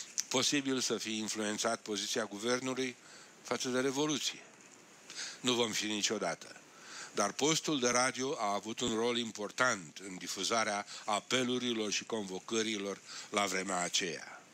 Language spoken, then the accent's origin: Romanian; Romania; first language Romanian; now in Melbourne, Australia; ca românii australieni în societatea în care ne-am făcut o viață nouă